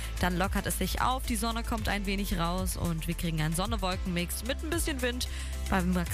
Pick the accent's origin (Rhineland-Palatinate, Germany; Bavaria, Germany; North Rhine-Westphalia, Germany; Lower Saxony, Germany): Rhineland-Palatinate, Germany; Ja, es ist das gut bei uns in der Pfalz, wo wir, glaube ich, nicht ohne leben können. Das ist unsere Identität.